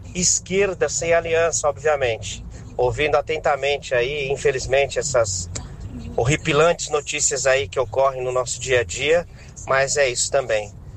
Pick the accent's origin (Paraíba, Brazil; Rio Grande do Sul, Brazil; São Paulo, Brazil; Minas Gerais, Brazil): São Paulo, Brazil; Guararema; eu sou de Guararema, São Paulo.